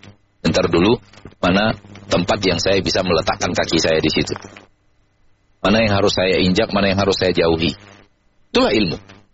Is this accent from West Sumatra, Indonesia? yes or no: yes; Padang, West Sumatra, Indonesia; bahasa kami orang Padang, orang Sumatera.